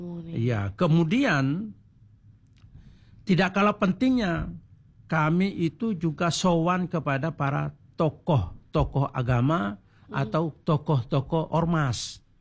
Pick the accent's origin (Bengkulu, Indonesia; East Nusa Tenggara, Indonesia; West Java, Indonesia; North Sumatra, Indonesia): East Nusa Tenggara, Indonesia; born there; now in Surabaya, Indonesia; tempat kelahiran saya, yaitu di NTT sana, itu bahasanya itu hampir 100 lebih bahasa. Bahasa daerah maksud saya.